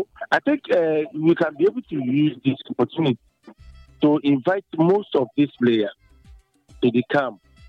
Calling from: Abeokuta, Ogun, Nigeria; I'm calling you from Ishaga, Willie Abeokuta.

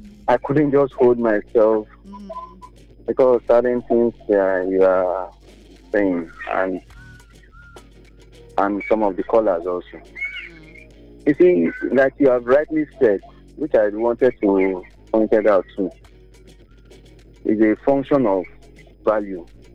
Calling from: Nigeria

